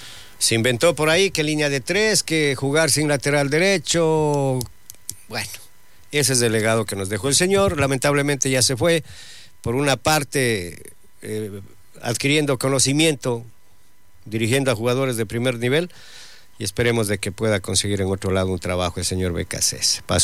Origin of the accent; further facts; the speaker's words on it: Ecuador; las aspiraciones que tenemos como ecuatorianos